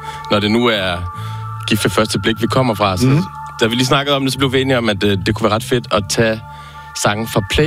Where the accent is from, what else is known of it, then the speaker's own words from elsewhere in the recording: Vojens, Region of Southern Denmark, Denmark; min hjemby, Vojens